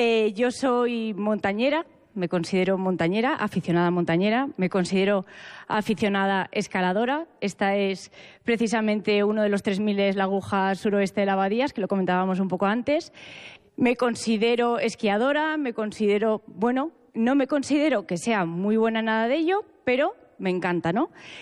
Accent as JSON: {"language": "Spanish", "town": "Benasque", "region": "Aragon", "country": "Spain", "tie": "born or raised there", "said": "Yo nací en Benasque, entonces, al final, cuando naces rodeado de montañas"}